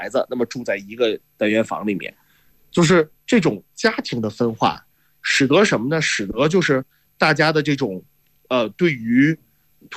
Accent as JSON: {"language": "Chinese", "country": "China", "said": "我们中国人"}